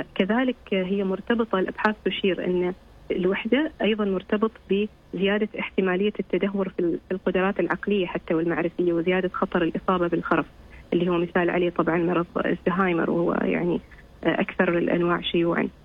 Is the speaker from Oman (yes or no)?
yes; Oman; إحنا كمجتمع عماني